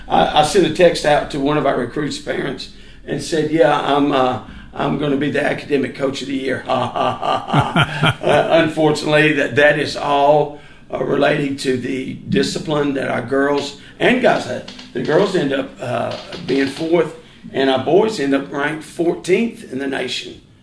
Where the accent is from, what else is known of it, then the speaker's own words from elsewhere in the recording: Leland, Mississippi, United States; moved away as an adult; also born or lived in Tulsa, Oklahoma; now in Southwest Mississippi, United States; I'm from the Delta, Leland, Mississippi. And there's not that many … in Mississippi.